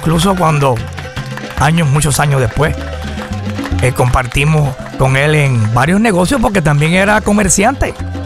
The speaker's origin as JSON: {"language": "Spanish", "town": "Cayey", "country": "Puerto Rico", "tie": "born or raised there", "moved": "yes", "said": "nos criamos en Calle"}